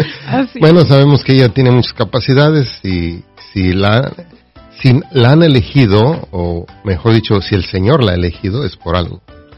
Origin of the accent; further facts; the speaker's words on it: Mexico; Sí, porque siendo mexicanas las celebramos el día 10 y el segundo domingo de mayo